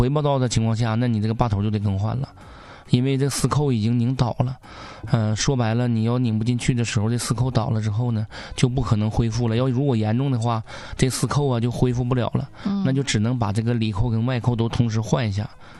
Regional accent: Northeast China, China; 用我们东北话讲

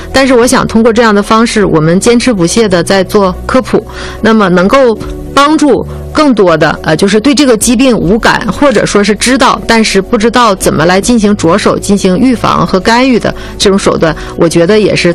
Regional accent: Northeast China, China; accent: Northeastern; 用我们东北话说，

